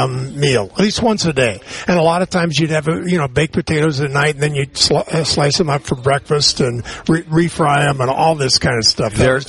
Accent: Idaho, United States; I'm from Idaho. My parents would roll over in their graves if I missed this.

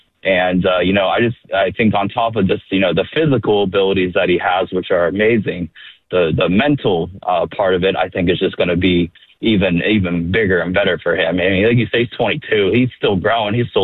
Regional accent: Pennsylvania, United States; I'm from Western PA. They call it the cradle of quarterbacks in the United States.

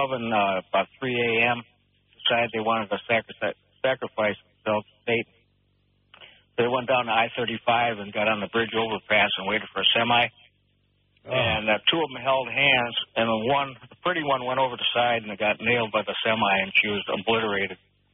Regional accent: Wisconsin, United States; I'm originally from Wisconsin, but I saw thousands of cases.

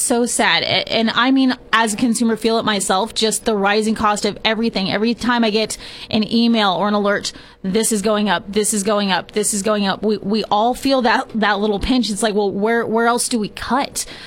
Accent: Paso Robles, California, United States; I grew up in Paso. And then once I graduated Paso, I wanted just to kind of get out of the small town vibes.

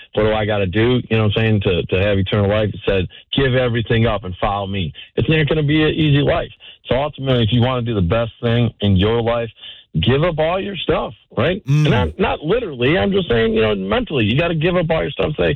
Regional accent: Milwaukee, Wisconsin, United States; I was born and raised in Milwaukee. I have no plans on leaving.

